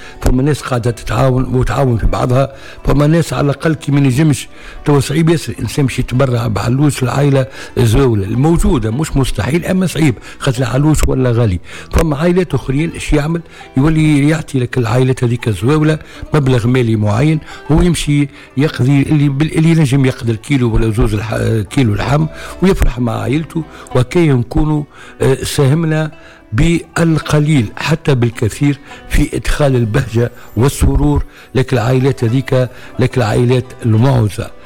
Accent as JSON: {"language": "Arabic", "country": "Tunisia"}